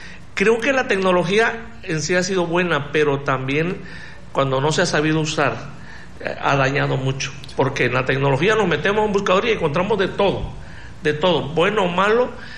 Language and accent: Spanish; Tonalá, Mexico; los que somos de aquí de Tonalá